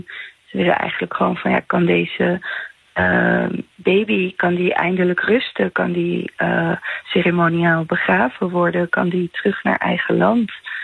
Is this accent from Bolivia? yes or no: yes; Bolivia; En ja, ik ben dan zelf uit Bolivia. En in Bolivia hadden wij de Cerro Rico, de berg met al het zilver.